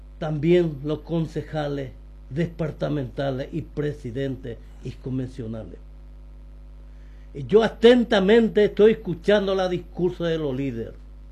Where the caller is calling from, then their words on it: Coronel Oviedo, Caaguazú, Paraguay; Acá en Oviedo y del quinto departamento del Caguazú.